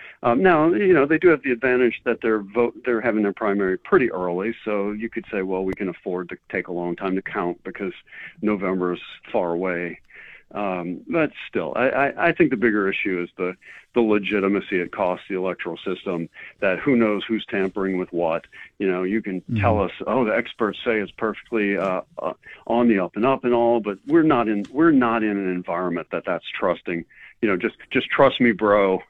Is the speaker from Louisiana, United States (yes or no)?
yes; Louisiana, United States; I was sad when my home state of Louisiana half got rid of it.